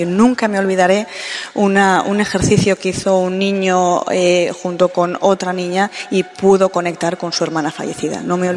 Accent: Valencia, Valencian Community, Spain; Soy de Valencia. Pues estoy entre Madrid, Valencia

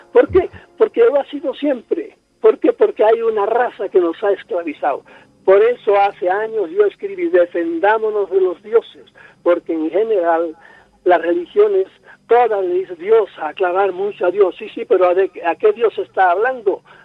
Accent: Spain; Nosotros, a pesar de que en España estamos tan mal

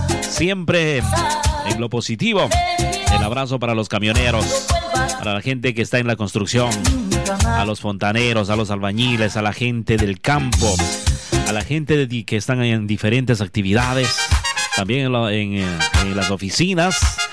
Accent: Ecuador; somos de cuatro sitios, ¿no? De la costa, Cielo Oriente y la región insular de Galápagos

